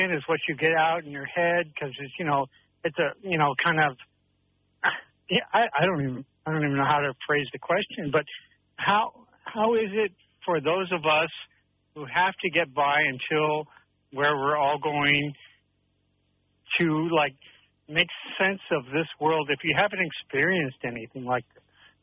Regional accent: Sedona, Arizona, United States; And, well, I grew up in Sedona, Arizona.

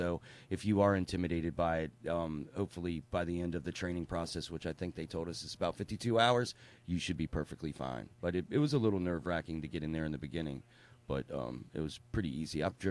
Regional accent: Martinsburg, West Virginia, United States; I am from Martinsburg, West Virginia.

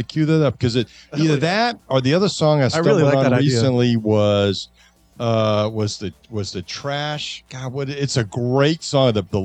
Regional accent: Kingsville, Texas, United States; I'm from Kingsville.

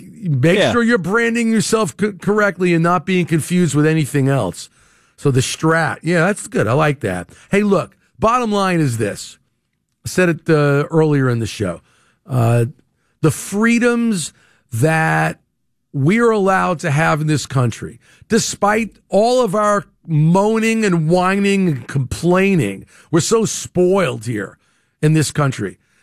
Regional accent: United States; as an American, there's a pride in being an American.

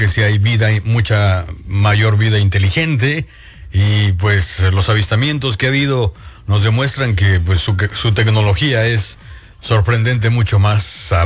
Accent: Matehuala, San Luis Potosí, Mexico; moved away; allá en mi pueblo, en Matehuala

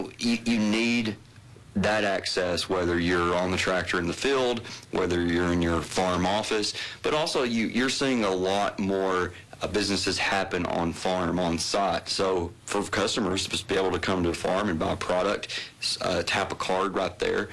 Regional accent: Rockcastle County, Kentucky, United States; now in Garrett County, United States; I live in Garrett County. I'm married in Garrett County. My wife's a teacher there in Garrett County. But it's very important I clarify, I'm from Rockcastle County, just down the road.

